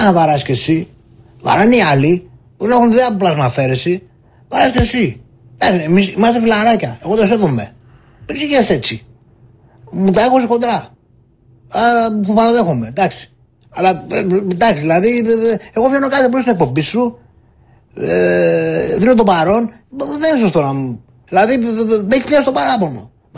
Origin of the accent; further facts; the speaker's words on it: Greece; born there; κάθε προσευχή μου που γεννήθηκα στην Ελλάδα, γιατί αλλού θα πήγα να πάρει με τις κούπες.